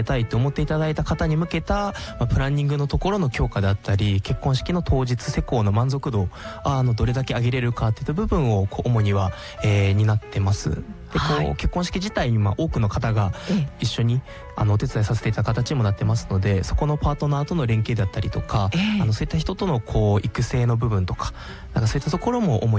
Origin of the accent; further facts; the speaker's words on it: Gifu, Japan; 出身は岐阜になります。